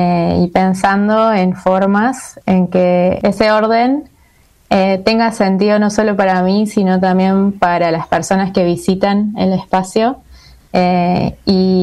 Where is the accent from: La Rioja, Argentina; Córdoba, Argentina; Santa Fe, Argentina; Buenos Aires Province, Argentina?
Córdoba, Argentina; born or raised there